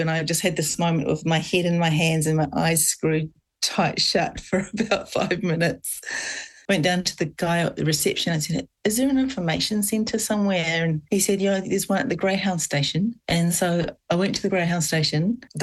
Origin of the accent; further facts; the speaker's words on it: Kapiti Coast, Wellington, New Zealand; I'm a songwriter from the Kapiti Coast of New Zealand.